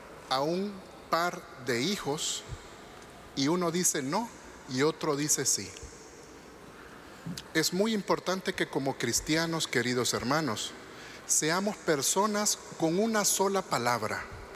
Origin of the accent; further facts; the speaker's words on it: Honduras; nuestra actitud como hondureños